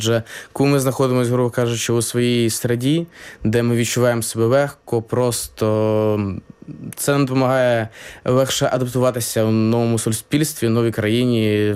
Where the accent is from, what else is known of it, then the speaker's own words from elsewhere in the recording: Kyiv, Ukraine; now in Warsaw, Poland; Я сам з Києва, вже десь, ну, з початку повномасштабної війни я переїхав до Польщі. І вже десь приблизно 4 роки знаходжусь в Польщі та розвиваюся у Варшаві